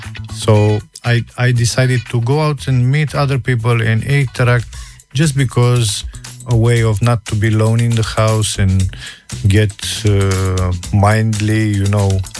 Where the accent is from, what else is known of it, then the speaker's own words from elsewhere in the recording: Romania; English is a second language; moved away as an adult; I'm from Romania. I used to leave the country long time ago, like more than 17 years ago. It was not just like stuck in a community in Romania.